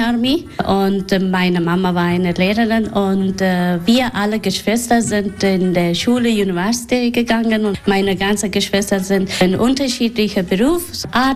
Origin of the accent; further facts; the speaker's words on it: Kabul, Afghanistan; now in Germany; Nee, ich komme aus Kabel.